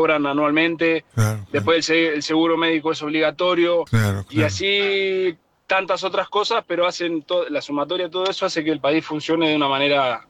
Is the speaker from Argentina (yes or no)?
yes; Argentina; moved away as an adult; now in Switzerland